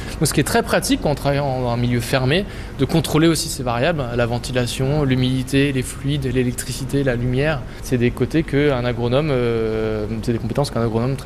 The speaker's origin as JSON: {"language": "French", "town": "Strasbourg", "region": "Grand Est", "country": "France", "moved": "as an adult", "lives_now": "Paris, France", "said": "Moi, je viens de Strasbourg."}